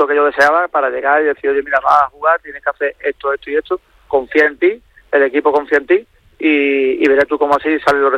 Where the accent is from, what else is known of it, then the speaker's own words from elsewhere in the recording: Málaga, Andalusia, Spain; por los años que estuve allí, que fue la primera vez que yo salí de Málaga, y estoy súper contento